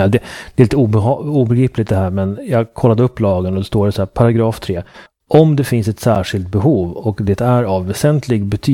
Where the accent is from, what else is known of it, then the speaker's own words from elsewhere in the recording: Uppsala, Uppsala County, Sweden; jag kommer från Uppsala.